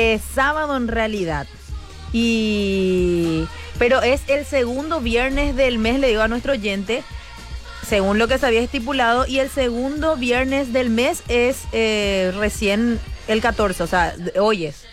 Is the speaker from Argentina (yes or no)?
no; Paraguay